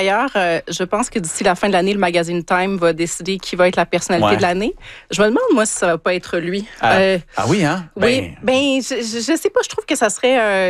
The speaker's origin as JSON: {"language": "French", "region": "Quebec", "country": "Canada", "said": "Puis arrête de faire ça parce que moi je viens du Québec"}